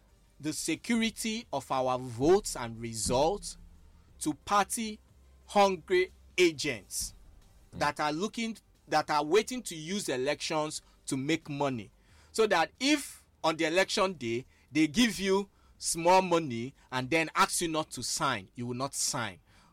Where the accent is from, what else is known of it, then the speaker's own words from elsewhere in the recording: Enugu State, Nigeria; I'm from Usudo Osea Anugu